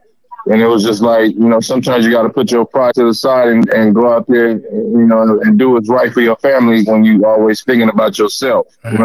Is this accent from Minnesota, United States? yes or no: no; Oakland, California, United States; I'm from East Oakland.